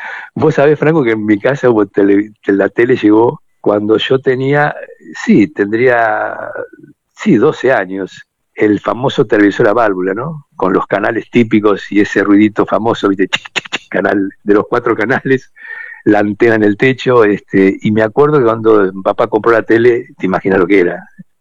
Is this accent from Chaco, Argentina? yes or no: no; Cañuelas, Buenos Aires Province, Argentina; yo soy de Cañuelas